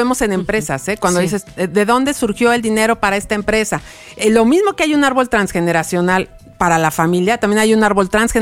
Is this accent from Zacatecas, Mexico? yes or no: yes; Zacatecas, Mexico; ajá, tienen que comer queso. Porque venimos de Zacatecas, entonces, ajá, y en el rancho siempre había queso